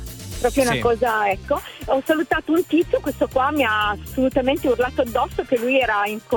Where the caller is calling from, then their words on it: Biella, Piedmont, Italy; Sono di Biella